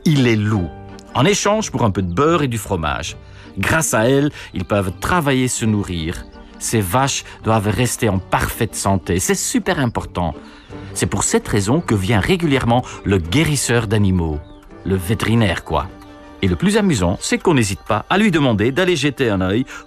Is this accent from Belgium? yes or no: yes; Flanders, Belgium; dans la campagne, de Kempen, comme on dit nous, là d'où je viens, la région à l'est d'Anvers